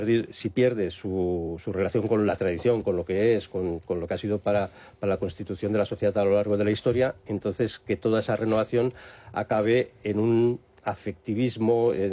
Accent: Catalonia, Spain; porque soy catalán, soy español, y amo mucho Cataluña

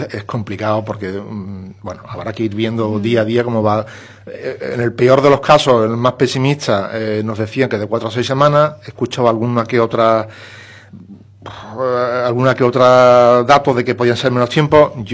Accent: Spain

